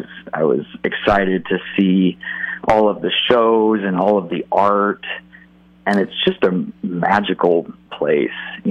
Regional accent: Atascadero, California, United States; moved away as an adult; also born or lived in Hollywood / New York; I grew up in Atascadero, went to Atascadero High School. And then, shortly after that, moved to Hollywood

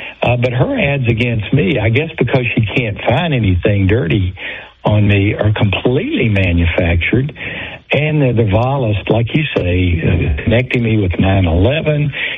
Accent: Minden, Louisiana, United States; my hometown in Minden

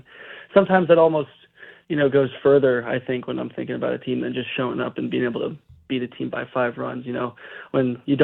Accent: Massachusetts, United States; I grew up in Massachusetts, stayed close for college, went to Boston College

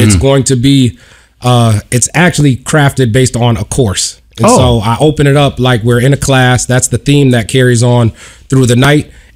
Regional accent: Irondequoit, New York, United States; So I'm originally from East Irondequoit.

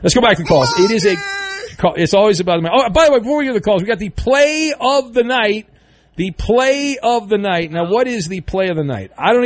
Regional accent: United States; Well, how else would I learn, sir? I grew up in America. I went to American schools.

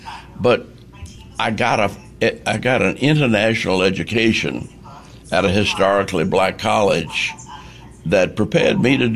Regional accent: New Orleans, Louisiana, United States; I was from New Orleans, and we learned to swim in the Lake Pontchartrain in the Gulf of Mexico.

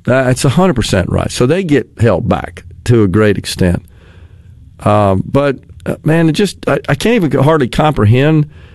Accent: Jackson, Mississippi, United States; growing up in West Jackson. Didn't live far from where the zoo is located in Jackson

